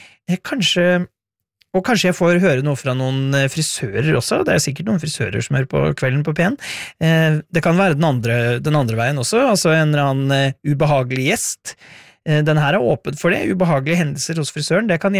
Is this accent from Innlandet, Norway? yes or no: yes; Innlandet, Norway; for jeg kommer egentlig fra Hedmarken, men har aldri snakket hedmarksdialekt sånn...